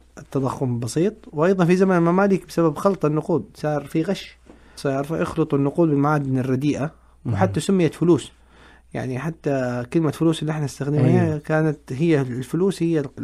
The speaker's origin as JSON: {"language": "Arabic", "country": "Saudi Arabia", "said": "الحج عندنا في السعودية، لما يجوا الحجاج تضطر الحكومة تطبع نقود لمواجهة الطلب العالي على الريال"}